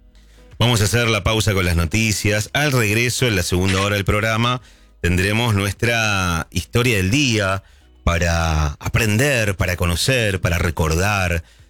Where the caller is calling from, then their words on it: Guaymallén, Mendoza, Argentina; de Guaymallén, Mendoza.